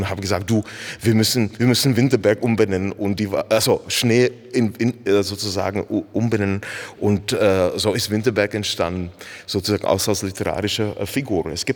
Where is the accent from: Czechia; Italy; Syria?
Czechia; wir Tschechen und Österreicher